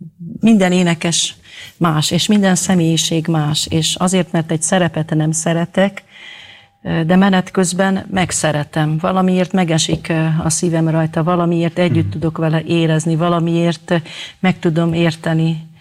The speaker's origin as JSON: {"language": "Hungarian", "town": "Mohács", "region": "Baranya", "country": "Hungary", "tie": "born or raised there", "accent": "Mohács dialect", "moved": "yes", "said": "Hát természetesen Mohácson születtem, és ezt a anyanyelvet, vagyis ezt a dialektust nem tudtam az X évek alatt sem elhagyni."}